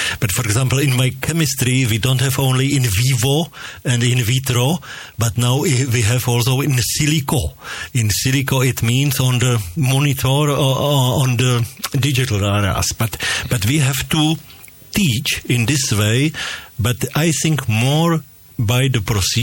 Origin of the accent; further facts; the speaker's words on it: Czechia; English is a second language; But I am from beer country, I'm from Czech Republic